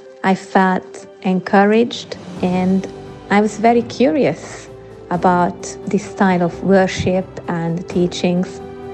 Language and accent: English; Hungary; moved away as an adult; now in London, United Kingdom; I moved to London from Hungary in 2005 with my 2 young children.